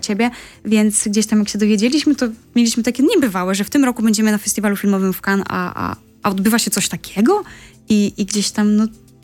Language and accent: Polish; Subcarpathian Voivodeship, Poland; Też jestem z Podkarpacia